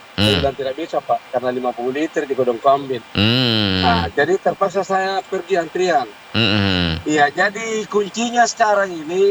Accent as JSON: {"language": "Indonesian", "region": "South Sulawesi", "country": "Indonesia", "said": "sehingga kita orang Sulsel ini bisa menikmati yang tidak antri lagi untuk mendapatkan BBM."}